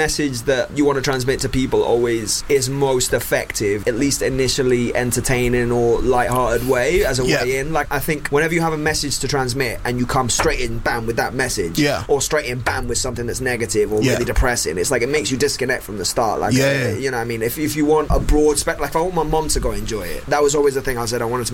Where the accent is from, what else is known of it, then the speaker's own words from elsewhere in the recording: Spain; accent: North London; English is a second language; now in London, United Kingdom; Well, my accent probably is quite North London now at this point. Okay. Because I've lived here for a few years.